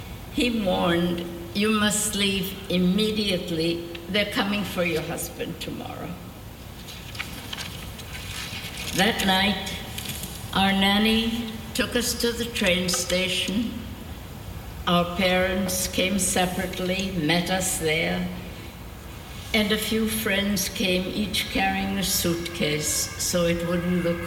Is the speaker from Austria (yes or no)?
yes; Vienna, Austria; I was born right here in Vienna on December 1930. My father was chief editor of the Kronen Zeitung, and we lived in the 9th district.